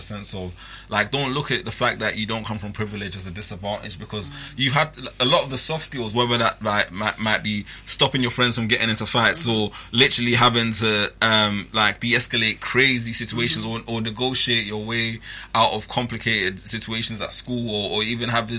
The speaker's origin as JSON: {"language": "English", "region": "London", "country": "United Kingdom", "tie": "born or raised there", "also_born_or_lived": "Haringey", "said": "coming up from a lower socioeconomic background, growing up in Hackney, going to school in Haringey, all of my friends coming from tough backgrounds"}